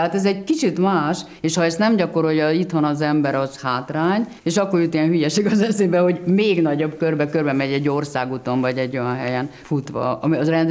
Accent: Hungary; és magyar, és kicsit svédül

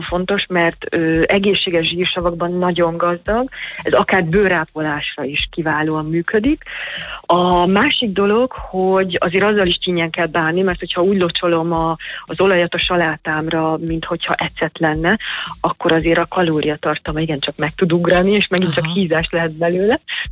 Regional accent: Hungary; Tehát, hogyha én magyarként így kezdeném a reggelit, és úgy folytatnám, ahogy Magyarországon megszoktam

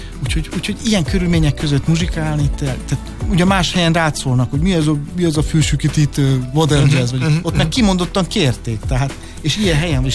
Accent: Budapest, Hungary; én a 7. kerületben nevelkedtem, aha, csak amikor megházasodtam, átkerültem a 8-ban

